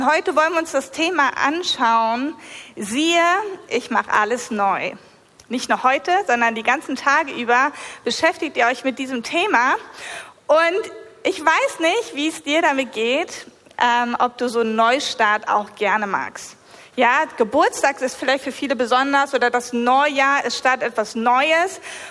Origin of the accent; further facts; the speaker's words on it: Lower Saxony, Germany; Ihr habt gerade schon gehört … Ich komme aus der Nähe Hannover